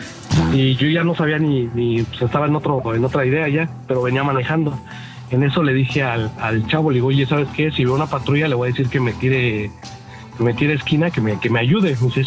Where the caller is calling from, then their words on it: Mexico City, Mexico; De la poderosísima CDMX.